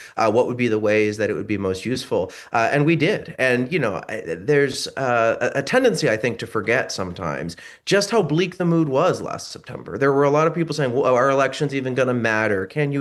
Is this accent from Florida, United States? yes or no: yes; Miami, Florida, United States; I'm from Miami.